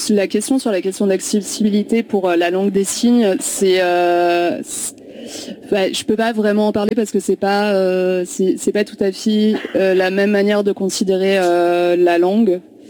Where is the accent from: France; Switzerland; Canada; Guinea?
France; bon, moi je suis française, donc j'ai observé ça un peu de loin